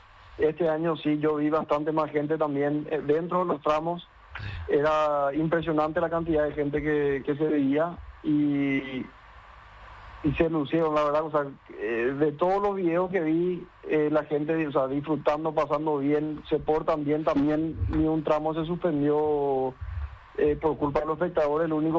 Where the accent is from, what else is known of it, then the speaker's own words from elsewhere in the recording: Paraguay; los paraguayos somos demasiado más grandes de lo que nos creemos.